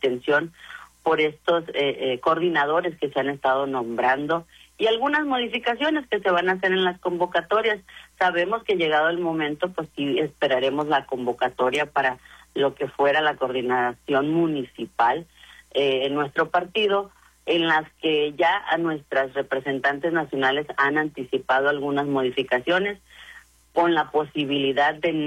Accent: Ahome, Sinaloa, Mexico; nacida aquí en Ahome, aquí he estudiado, aquí he crecido, es mi tierra

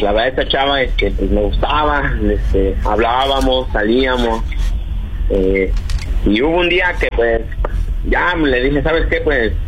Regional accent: Mexico City, Mexico; Tengo 20 años y aquí estoy de la Ciudad de México.

